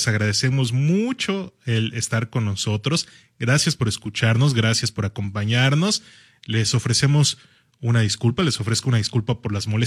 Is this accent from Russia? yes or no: no; Mexico; somos mexicanos